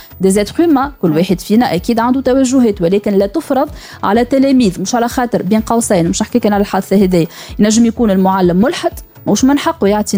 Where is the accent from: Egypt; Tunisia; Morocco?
Tunisia; احنا في تونس